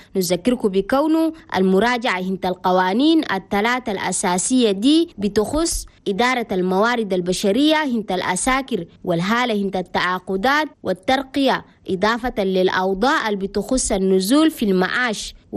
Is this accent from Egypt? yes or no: no; Chad